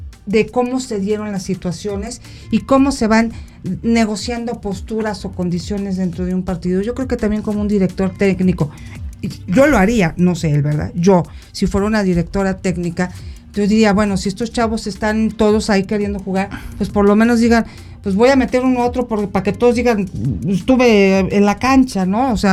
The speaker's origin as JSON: {"language": "Spanish", "country": "Mexico", "said": "nos tiene que dar este partido como mexicanos"}